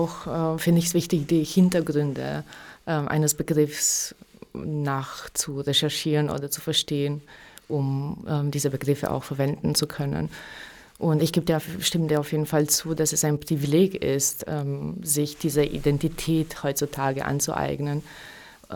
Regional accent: Romania; moved away; für mich zum Beispiel als gebürtige Rumänin und noch orthodoxe Rumänin

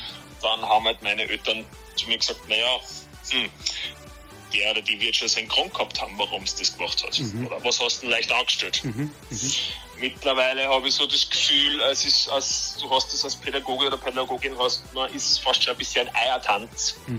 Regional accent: Upper Austria, Austria; ich komme aus der Region Linz

